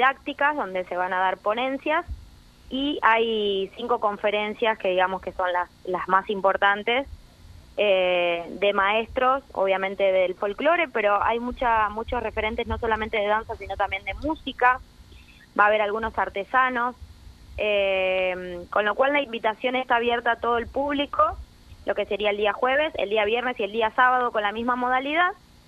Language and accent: Spanish; Argentina